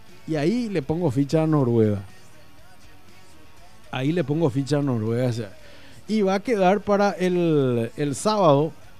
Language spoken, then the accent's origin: Spanish; Paraguay; a nosotros los paraguayos, los mexicanos nos trozaron